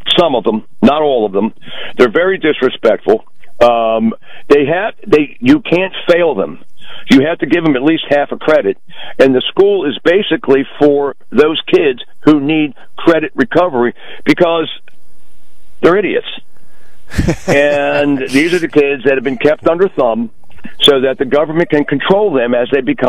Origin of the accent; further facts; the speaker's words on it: Washington, District of Columbia, United States; Born in Sibley Hospital.